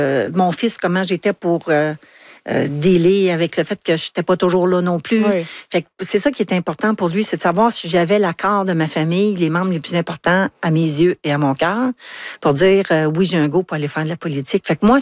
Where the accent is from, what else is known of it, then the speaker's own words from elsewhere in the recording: Anjou, Quebec, Canada; c'était Anjou qu'on me proposait. C'était chez nous, mon patelin, les gens que je connaissais, les organismes que je connaissais